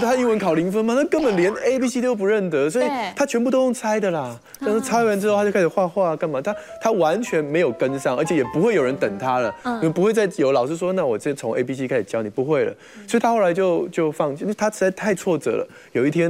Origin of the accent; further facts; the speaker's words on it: Taiwan; 我们台湾人